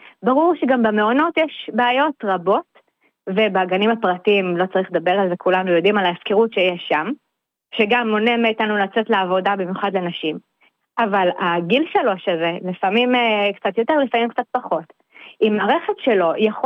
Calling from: Tel Aviv, Tel Aviv District, Israel; אני מתל אביב.

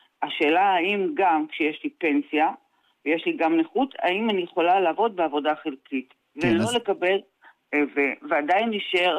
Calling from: Central District, Israel; אני מהמרכז.

